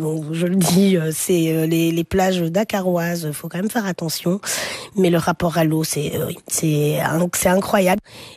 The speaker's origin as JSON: {"language": "French", "country": "Belgium", "tie": "born or raised there", "said": "Moi, la Belgique, c'est là où je suis née, mes premières amitiés, c'est l'humour aussi, beaucoup. Je trouve que c'est là où j'ai grandi, même si je vis dans des familles africaines."}